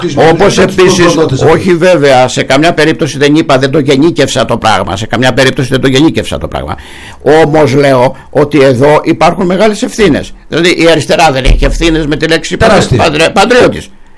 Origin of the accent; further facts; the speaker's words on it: Akovos, Peloponnese, Greece; το χωριό μου τον Άκοβο, που έχει 50 ψηφοφόρους